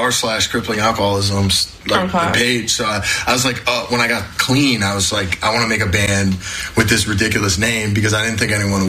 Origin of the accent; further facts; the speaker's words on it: Brazil; I'm from Brazil.